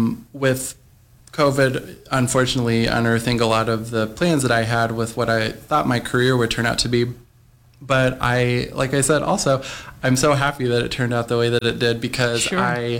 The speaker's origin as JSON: {"language": "English", "region": "Texas", "country": "United States", "tie": "born or raised there", "also_born_or_lived": "Waco, Texas / Ann Arbor, Michigan", "moved": "as an adult", "lives_now": "Kalamazoo, United States", "said": "I grew up in Dallas-Fort Worth area of Texas, did my undergrad work in music education at Baylor University in Waco"}